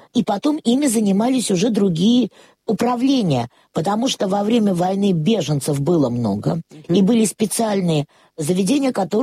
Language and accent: Russian; Saint Petersburg, Russia; born there; а я родилась в доме на Большой Подъяческой 8.